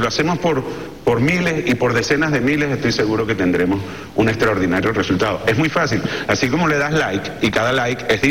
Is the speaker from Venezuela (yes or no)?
yes; Venezuela; lo que debemos hacer es valorarnos como venezolanos y reconocernos los unos a los otros, con nuestras virtudes y nuestros defectos.